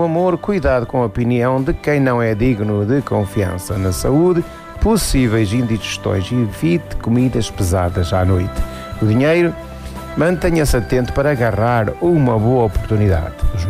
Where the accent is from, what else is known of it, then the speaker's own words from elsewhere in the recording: Sequeiros, Portugal; um hino à minha terra